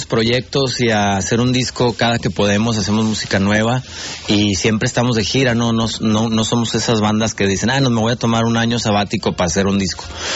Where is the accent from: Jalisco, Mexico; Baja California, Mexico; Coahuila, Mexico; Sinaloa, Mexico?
Coahuila, Mexico; Monclova; y yo soy de Monclova, yo vivía en Monclova, Coahuila, pero mi papá es de Tijuana